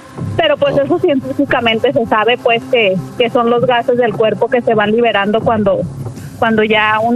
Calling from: Guadalajara, Jalisco, Mexico; Soy de Guadalajara

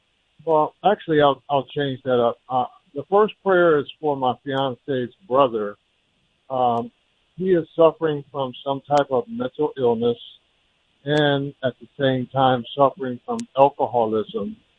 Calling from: Detroit, Michigan, United States; I'm calling from Detroit, Michigan.

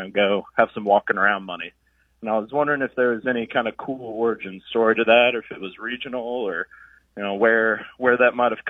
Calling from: Nashville, Tennessee, United States; I'm calling from Nashville, Tennessee.

